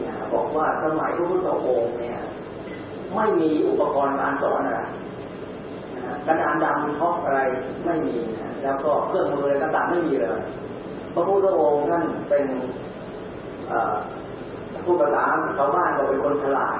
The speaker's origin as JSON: {"language": "Thai", "region": "Suphan Buri", "country": "Thailand", "tie": "born or raised there", "said": "ผมเป็นลูกศิษย์วัดมาที่6ปีบ้านผมอยู่สุพรรณพ่อมาฝากวัดไว้ที่วัดเป็นจ่าที่6ปี"}